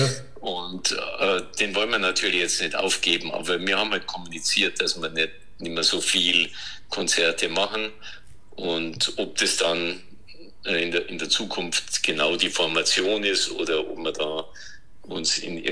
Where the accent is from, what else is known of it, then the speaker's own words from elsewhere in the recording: Bavaria, Germany; das ist ja bei euch ähnlich wie bei uns in Bayern